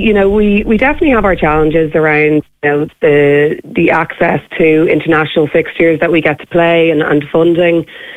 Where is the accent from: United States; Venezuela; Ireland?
Ireland; being Irish, we like a dogfight.